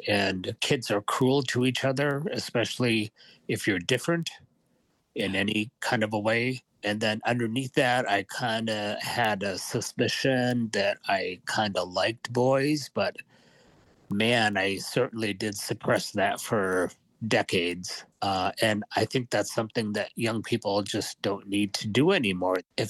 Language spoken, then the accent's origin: English; Hibbing, Minnesota, United States; I grew up in northern Minnesota, so it was a much different environment. I grew up in Hibbing.